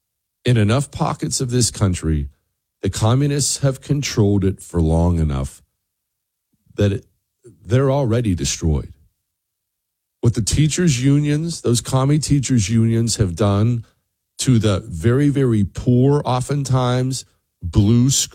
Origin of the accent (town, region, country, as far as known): Bozeman, Montana, United States; born or raised there